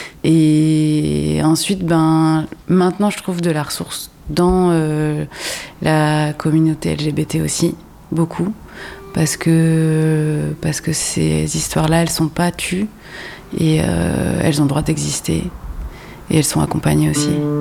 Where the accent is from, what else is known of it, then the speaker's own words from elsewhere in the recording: Occitanie, France; born there; also born or lived in Montpellier; now in La Guépie, France; Et moi je suis originaire de vers Montpellier, entre Montpellier et Larzac quoi. C'était un milieu très rural. En fait en vrai j'ai grandi à Montpellier dans un squat jusqu'à mes 6-7 ans. Et puis ensuite, je suis partie dans un tout petit village avec ma maman, qui s'appelle Les Sals. C'est vers le plateau du Larzac, quoi.